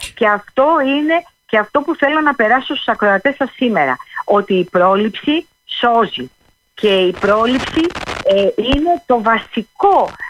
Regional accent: Oitylo, Peloponnese, Greece; Εγώ κατάγομαι από το Ίτυλο. Η Μάνη είναι ένας πολύ όμορφος τόπος. Έχει πολύ ωραίες θάλασσες. Έχει ιδιαίτερη αρχιτεκτονική με τους πύργους.

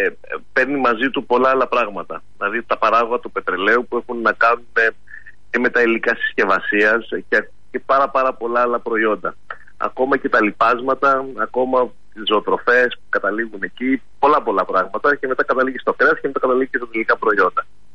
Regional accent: Greece; Εμείς εδώ στην Ελλάδα

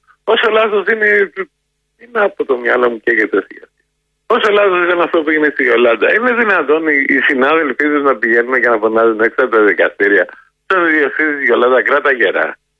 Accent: Kokkinia, Attica, Greece; born there; Εγώ γεννήθηκα στην Κοκκινιά, από εργάτες.

